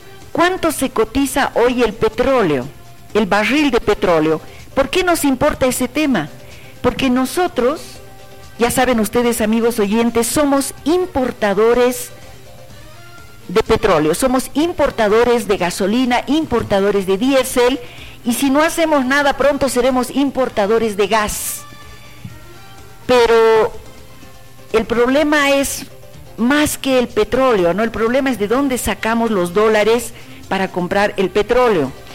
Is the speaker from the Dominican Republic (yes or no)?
no; Bolivia; Nosotros como bolivianos